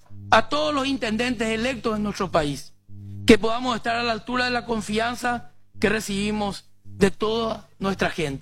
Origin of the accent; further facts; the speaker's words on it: Encarnación, Itapúa, Paraguay; Ahora, como encarnaceno, como colorado y como paraguayo, me corresponde honrarla